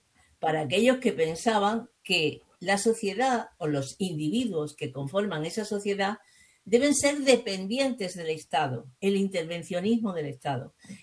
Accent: Spain; somos españoles y como tal queremos una identidad como españoles.

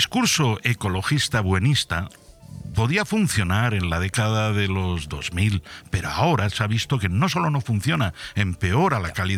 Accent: Altea, Valencian Community, Spain; Los que somos de Altea, que vivimos en Altea, y todos los de la comarca cuando venimos a Benidorm, nos crujen.

